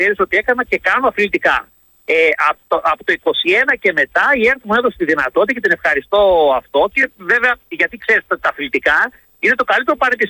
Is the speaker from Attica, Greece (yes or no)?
no; Serres, Central Macedonia, Greece; έχω και μια, να σου πω την αλήθεια, έτσι, μεγάλη αγάπη για τον τόπο μου. Δηλαδή είμαι παθιασμένος Σεραίος, μου αρέσει πάρα πολύ ο όνομος Σερών.